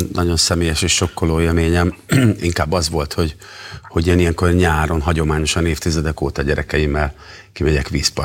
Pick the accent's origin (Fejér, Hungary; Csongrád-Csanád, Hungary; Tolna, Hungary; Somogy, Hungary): Csongrád-Csanád, Hungary; Szeged; now in Budapest, Hungary; szegedi vagyok egyébként